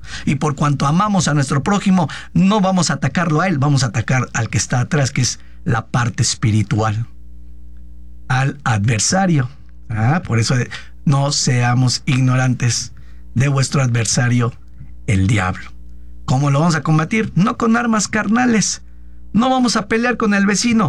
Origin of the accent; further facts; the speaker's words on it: Mexico; somos ciudadanos mexicanos, cómo no, en el tiempo que estamos aquí